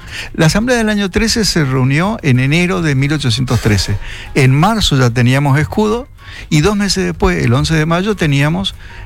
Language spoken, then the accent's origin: Spanish; Argentina; La escarapela indica que yo soy argentino. Y yo soy argentino no solo los 3 o 4 o 5 días patrios, sino todo el año.